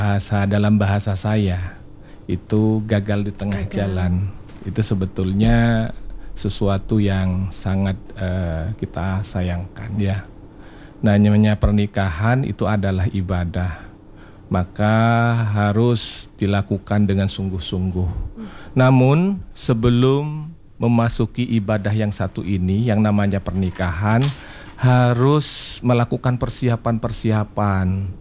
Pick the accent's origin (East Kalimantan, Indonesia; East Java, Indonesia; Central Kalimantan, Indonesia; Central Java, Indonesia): East Java, Indonesia; Ya, kalau bisa bahasa Indonesia, saya juga orang Madura ini agak repotan juga memahami.